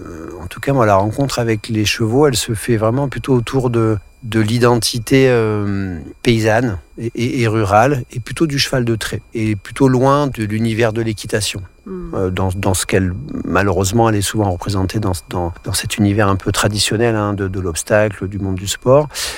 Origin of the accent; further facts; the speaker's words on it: Grenoble, Auvergne-Rhône-Alpes, France; also born or lived in Verdun; now in Vercors, France; je suis né à Verdun, dans les tranchées, non dans les dolines, aussi dans des fonds de trous. J'y ai peu grandi, hein, puisque j'ai débarqué à Grenoble à 4 ans, et voilà, l'évolution professionnelle de mes parents ont plutôt fait de moi un grenoblois ou un alpin.